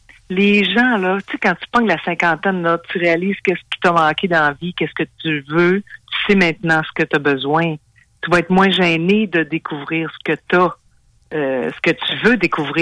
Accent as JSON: {"language": "French", "town": "Saguenay", "region": "Quebec", "country": "Canada", "said": "on vient du Saguenay"}